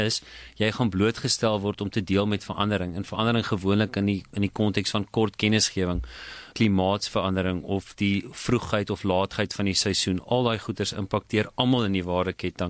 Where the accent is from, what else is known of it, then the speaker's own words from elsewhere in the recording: Virginia, Free State, South Africa; moved away; Ek het groot geword in die Vrystaat, Noord-Vrystaat, meer spesifiek klein myndorpie, eintlik Virginia, maar daar was klomp mielieboerderye in die omgewing.